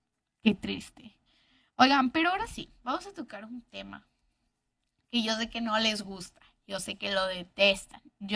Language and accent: Spanish; Mexico